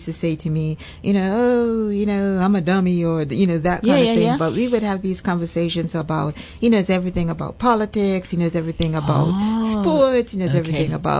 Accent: Bermuda; I grew up in Bermuda. I grew up back at town in Bermuda.

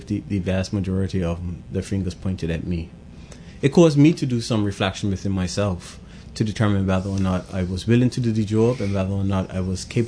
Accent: Pembroke, Bermuda; Growing up in Pembroke, attending West Pembroke Primary School, then moving on to the Barclay Institute

